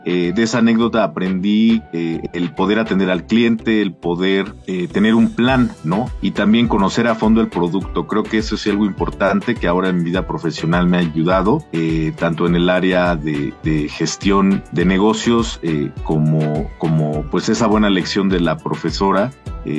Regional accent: Ciudad Sahagún, Hidalgo, Mexico; Sí, soy originario de Ciudad Sahagún, Hidalgo

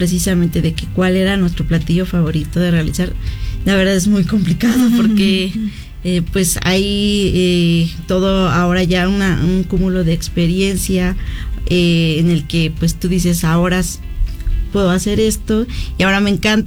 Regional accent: Mexico

